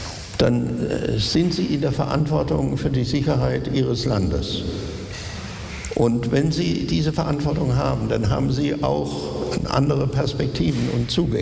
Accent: Germany; ich bin als Deutscher geboren. Ja, mein ganzes Leben habe ich mit der deutschen Sprache, mit der deutschen Erzählung verbracht.

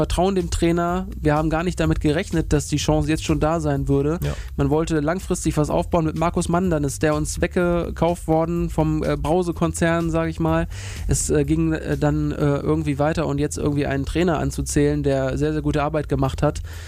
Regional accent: Hanover, Lower Saxony, Germany; Tatsächlich als Hannoveraner tut es auch umso mehr weh, dass man ausgerechnet von Elversberg und Paderborn dann überflügelt worden ist.

